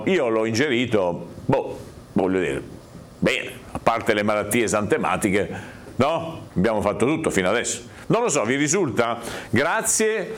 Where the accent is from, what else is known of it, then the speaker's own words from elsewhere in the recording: Albisola Superiore, Liguria, Italy; del mio paese, Albisola.